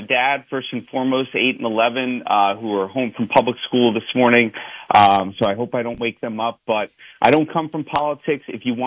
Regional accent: New York, United States; one of the blessings of my life to help rebuild my hometown.

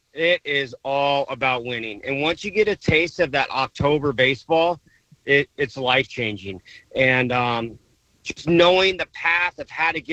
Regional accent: California, United States; I grew up in the Bay Area, Northern California. So I grew up watching him manage, right?

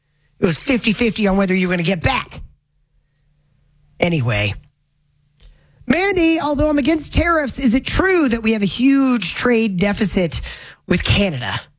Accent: Lake City, Florida, United States; moved away; Go to my hometown. My hometown is Lake City, Florida, right smack in the middle of Florida where I-10 and I-75 cross, roughly.

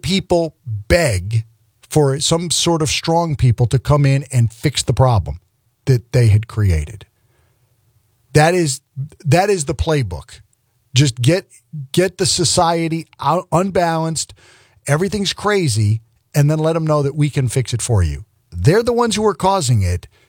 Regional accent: South Carolina, United States; because I'm from South Carolina, and he's actually my congressman

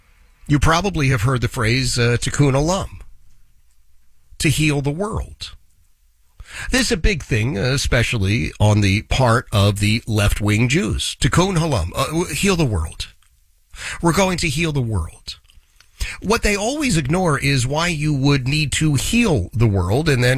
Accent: Philadelphia, Pennsylvania, United States; Philadelphia, my hometown.

